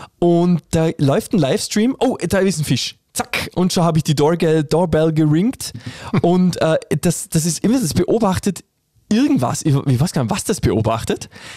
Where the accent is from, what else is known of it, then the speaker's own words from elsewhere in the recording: Dornbirn, Vorarlberg, Austria; born there; Geboren 1970 in Dornbirn.